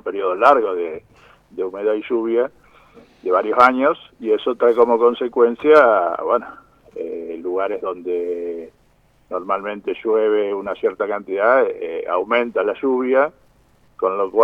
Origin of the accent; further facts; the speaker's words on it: Concepción del Uruguay, Entre Ríos, Argentina; Yo, que soy de Concepción del Uruguay